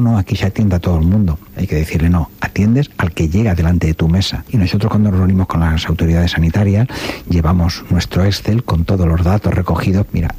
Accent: Balearic Islands, Spain; algo que no valoramos hasta que nos salimos de España y nos salimos de Mallorca.

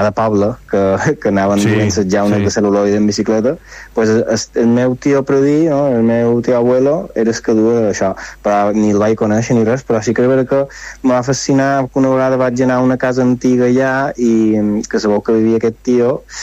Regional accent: Palma, Balearic Islands, Spain; also born or lived in Sencelles / Sant Eugeni; Tot i que jo realment he crescut a Palma i he anat a escola a Palma i tot ho he fet a Palma realment, jo sempre m'he sentit que sóc d'allà, d'aquella zona, perquè els meus pares són d'allà

